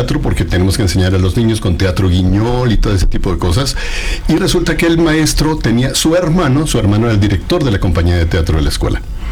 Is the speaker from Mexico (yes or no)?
yes; Puebla, Mexico; vivimos en una vecindad en Puebla